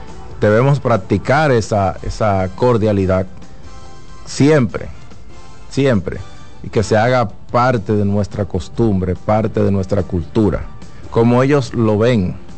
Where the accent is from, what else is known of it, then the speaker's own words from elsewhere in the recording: Dominican Republic; nosotros como dominicanos